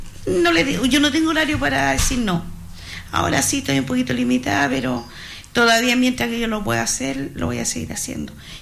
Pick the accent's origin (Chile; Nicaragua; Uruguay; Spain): Chile; Soy de Loa Aliso.